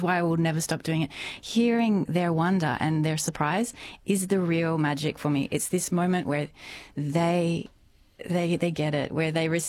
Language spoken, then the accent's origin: English; Sydney, New South Wales, Australia; now in Paris, France; Well, I went back to Australia I went back to Sydney in August 2024. That was the last time. Mm-hmm. I don't get to come home very often.